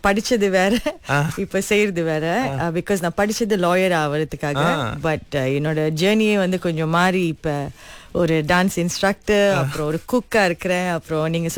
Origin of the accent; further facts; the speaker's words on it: Kuala Lumpur, Federal Territory of Kuala Lumpur, Malaysia; Okay, நான் பிறந்து வளர்ந்ததெல்லாம் கோலாலம்பூர்ல தான். இங்கதான் எல்லாமே.